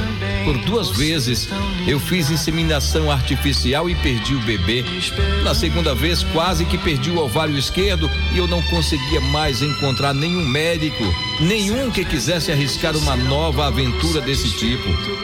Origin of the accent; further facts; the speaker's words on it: Sátiro Dias, Bahia, Brazil; sou de Sátiro Dias, na Bahia.